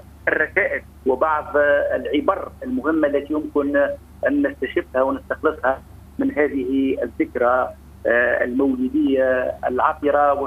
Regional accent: Tunisia; بلادنا تونس العزيزة

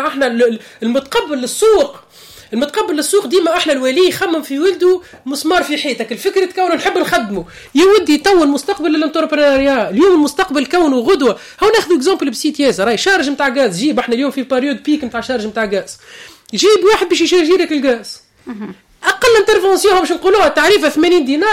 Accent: Tunisia; اللي عندنا في تونس توا احنا في القلعه الكبيره

